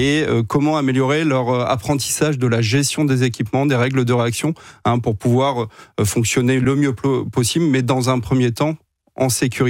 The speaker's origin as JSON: {"language": "French", "town": "Lille", "region": "Hauts-de-France", "country": "France", "tie": "born there", "said": "Moi, je suis né à Lille, tout à fait."}